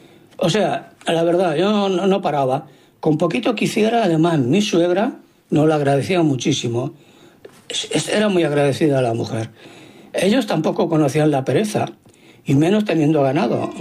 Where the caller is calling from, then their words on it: Barcelona, Catalonia, Spain; de Barcelona.